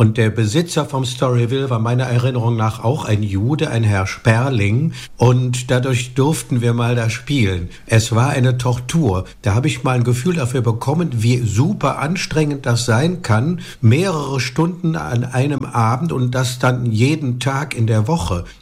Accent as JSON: {"language": "German", "town": "Cologne", "region": "North Rhine-Westphalia", "country": "Germany", "tie": "born or raised there", "said": "ich bin in Köln geboren, habe auch nie woanders als mitten in Köln gelebt."}